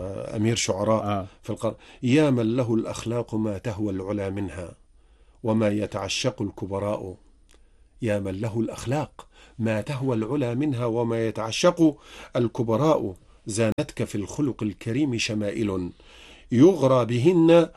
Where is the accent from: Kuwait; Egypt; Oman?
Egypt